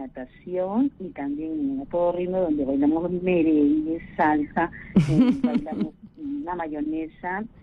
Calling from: Ventanilla, Callao, Peru; de Ventanilla.

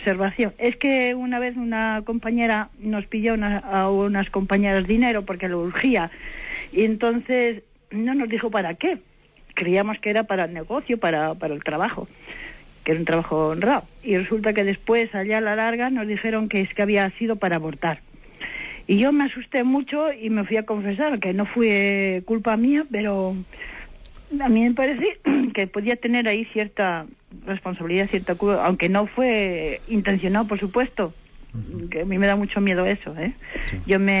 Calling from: Santander, Cantabria, Spain; soy … de Santander

